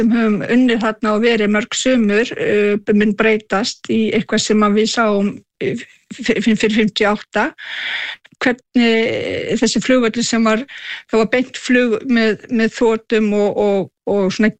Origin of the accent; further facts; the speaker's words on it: Kujalleq, Greenland; við sem ég kem frá Suðurgrænlandi, unnið mörg sumur í Nassasvak